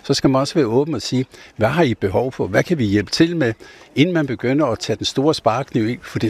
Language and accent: Danish; Holeby, Zealand, Denmark; Jamen det er jo klart, altså nu kommer jeg fra Holeby, der er vi lige i gang med at lukke en skole og en halv.